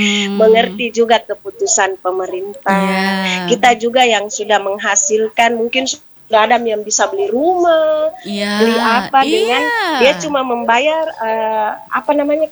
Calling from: Makassar, South Sulawesi, Indonesia; kita orang Makassar

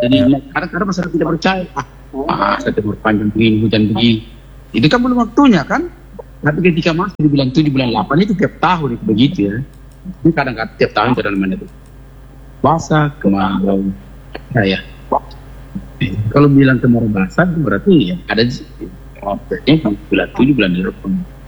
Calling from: Pinrang, South Sulawesi, Indonesia; Di Kabupaten Pintrang kalau di daerah saya, Kecamatan Lembang ini termasuk kecamatan yang paling parah ya

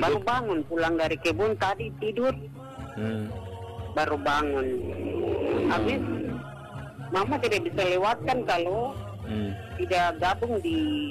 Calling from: Central Papua, Indonesia; Menau itu ada di Kepala Air Kaliwanggar, itu daerah saya.

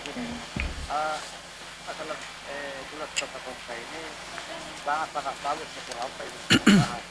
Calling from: Makassar, South Sulawesi, Indonesia; saya Makassar ini

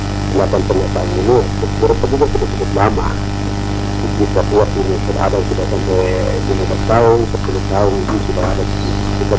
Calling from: Papua, Indonesia

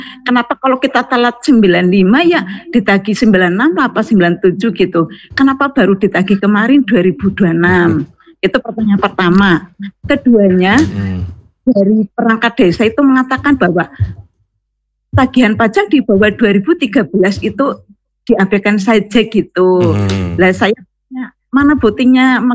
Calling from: Baturraden, Central Java, Indonesia; Alhamdulillah di pemberitahuan di desa saya Batu Reden, intinya ada wali pajak tadi, di setiap RW itu dibuka loket pembayaran pajak gitu.

